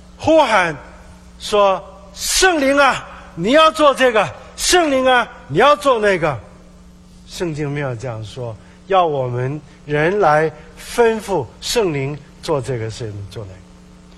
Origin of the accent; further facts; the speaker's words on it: China; 我们中国人说十年树木，百年树人。